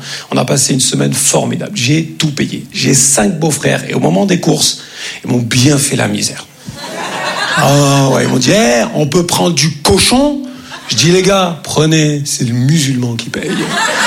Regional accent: Grand Est, France; Comme on dit chez nous, en Lorraine.

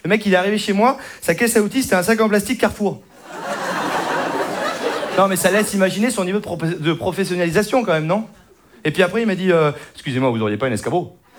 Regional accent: Saint-Émilion, Nouvelle-Aquitaine, France; je viens de Saint-Émilion.

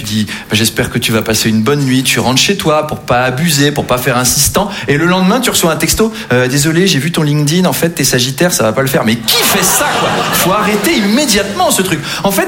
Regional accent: Versailles, Île-de-France, France; born or raised there

